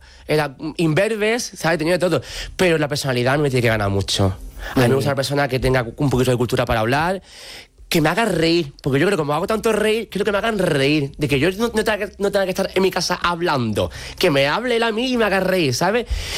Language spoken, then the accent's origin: Spanish; Alcalá de los Gazules, Andalusia, Spain; yo vivía entonces aún en mi pueblo, en Alcalá de los Azules.